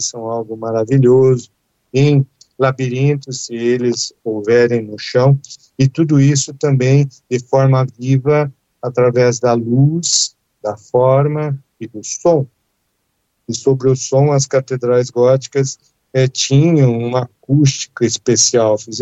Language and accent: Portuguese; Curitiba, Paraná, Brazil; born there; Eu nasci em Curitiba, em Curitiba, lá na Praça Tiradentes.